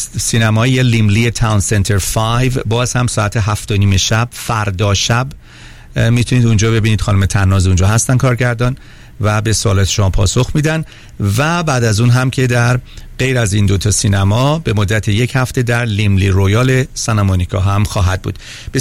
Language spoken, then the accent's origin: Persian; Iran; moved away; ما ایرانی هستیم